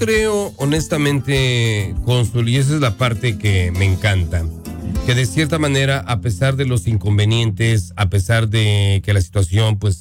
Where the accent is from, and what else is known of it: Mexico